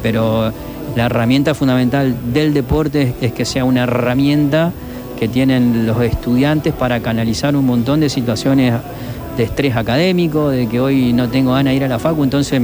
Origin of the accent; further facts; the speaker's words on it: Concepción del Uruguay, Entre Ríos, Argentina; also born or lived in Villaguay; Y yo llegué de Villaguay en el 2003 a Concepción. Yo soy de acá